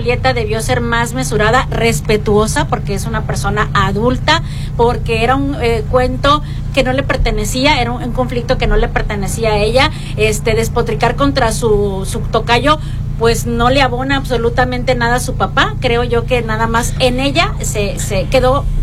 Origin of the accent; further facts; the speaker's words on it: Sinaloa, Mexico; a muchos sinaloenses que nos encantan